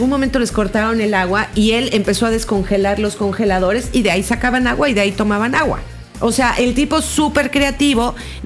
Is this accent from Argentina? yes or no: no; Mexico